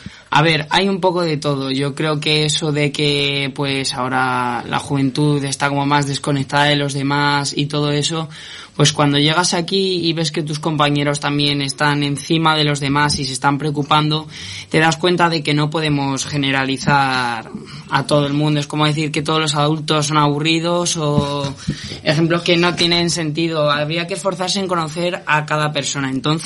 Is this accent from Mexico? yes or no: no; Castilla-La Mancha, Spain; somos gente de La Mancha, que venimos de fuera